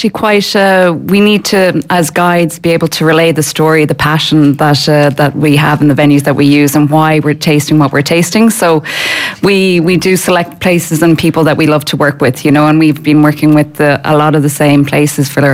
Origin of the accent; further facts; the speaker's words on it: France; now in Ireland; I grew up in France, so my connection would be with French tourism as well.